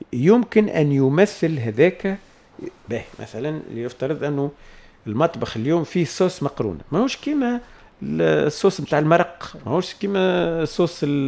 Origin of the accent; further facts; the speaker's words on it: Tunisia; نحن عندنا في تونس